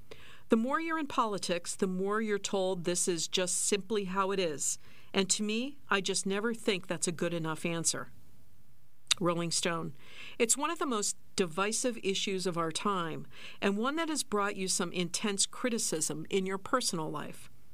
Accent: Uganda; born there; I was born in Uganda in East Africa.

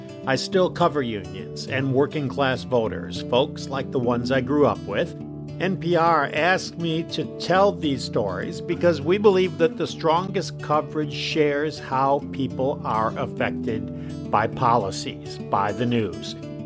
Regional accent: Michigan, United States; I am from Michigan. It's where I got my start reporting on labor unions and the auto industry back in the 1980s.

